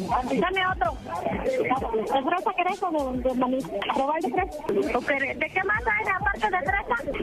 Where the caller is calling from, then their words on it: Guatemala; Toda una guatemalteca.